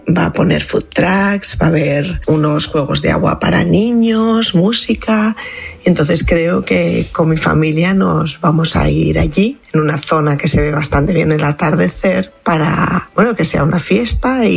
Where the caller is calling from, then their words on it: Colmenar Viejo, Community of Madrid, Spain; yo vivo en Colmenar Viejo